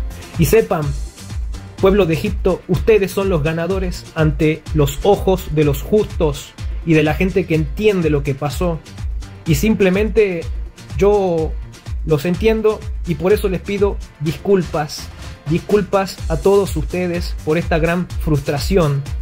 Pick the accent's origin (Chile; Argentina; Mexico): Argentina; como argentino, le pido disculpas por el robo que le ha hecho la FIFA a su país y a sus jugadores y a su gran director técnico. Yo amo mi país, amo Argentina